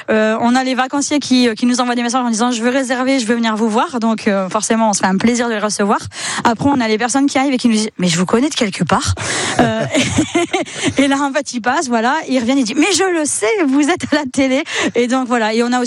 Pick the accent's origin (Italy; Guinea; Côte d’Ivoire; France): France; Argelès, Occitanie; C'est des souvenirs d'enfance, j'ai passé toute mon enfance ici à Argelès.